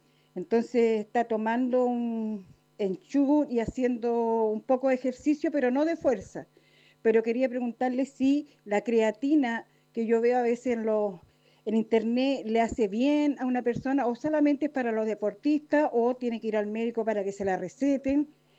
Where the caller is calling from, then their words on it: Viña del Mar, Valparaíso, Chile; aquí de Achupallas.